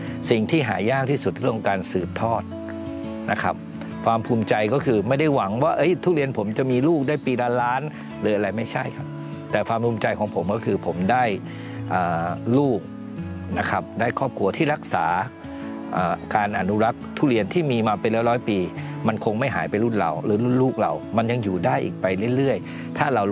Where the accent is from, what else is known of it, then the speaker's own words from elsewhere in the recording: Nonthaburi, Thailand; เราเป็นคนนนท์